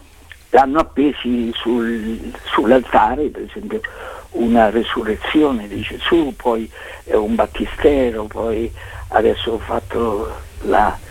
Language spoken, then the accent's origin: Italian; Recanati, Marche, Italy; Io sono di Recanati, un editore di Recanati, voglio parlarci se vuole pubblicare la storia mia